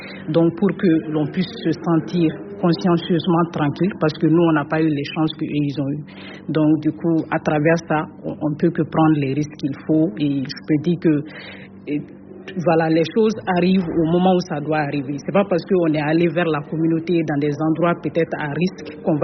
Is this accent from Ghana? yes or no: no; Mali